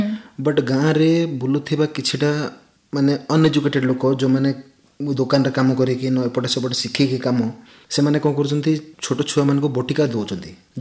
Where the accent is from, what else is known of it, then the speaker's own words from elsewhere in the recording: Utkela, Odisha, India; ମୋ ଗାଁ ଯେଉଁ ଉତ୍କେଲା ଅଛି